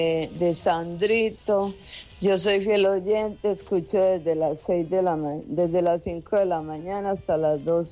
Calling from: Bello, Antioquia, Colombia; de Niquía.

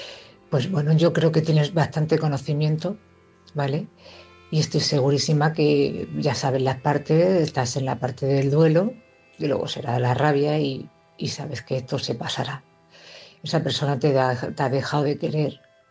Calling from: Cartagena, Region of Murcia, Spain; de Cartagena.

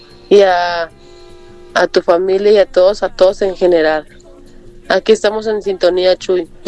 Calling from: Tonalá, Jalisco, Mexico; de Tonalá Centro.

